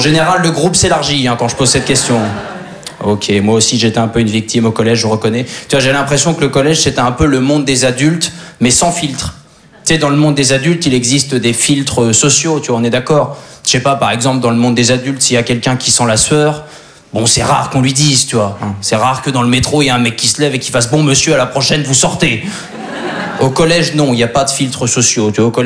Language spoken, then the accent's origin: French; Normandy, France; Alors moi je suis originaire de Basse-Normandie.